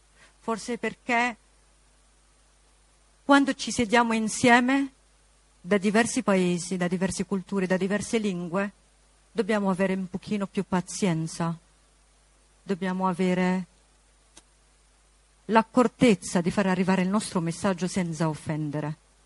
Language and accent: Italian; Lebanon; now in Italy; nel mio paese d'origine, in Libano